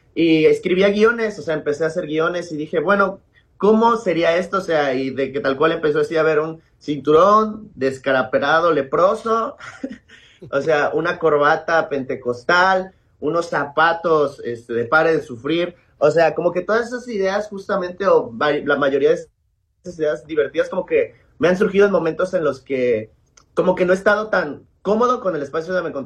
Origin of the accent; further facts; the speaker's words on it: Veracruz, Mexico; estado que se llama Veracruz, es del puerto, soy porteño directamente.